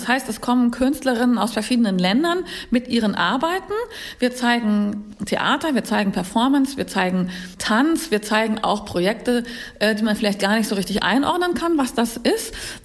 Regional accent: Hanover, Lower Saxony, Germany; moved away; also born or lived in Berlin; ich bin in Hannover aufgewachsen und studiert

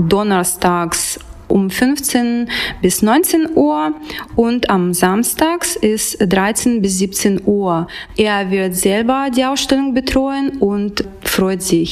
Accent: Vladivostok, Primorsky Krai, Russia; German is a second language; moved away as an adult; now in Braunschweig, Germany; Ich komme ursprünglich aus Vladivostok, das ist Fernosten des Russlands, und dort habe ich Kunstmalerei studiert und seitdem bleibe ich künstlerisch tätig. Ich bin 2014 nach Deutschland gekommen und auch gleich nach Braunschweig und seitdem ist mein Zuhause hier.

